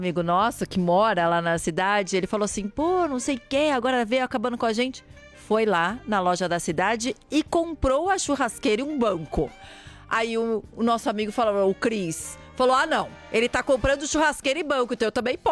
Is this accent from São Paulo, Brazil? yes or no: no; Rio Grande do Sul, Brazil; Combina? Eu sou gaúcha, então vou explicar. Ah. O churrasco no sul não é um petisco como vocês estão acostumados a fazer.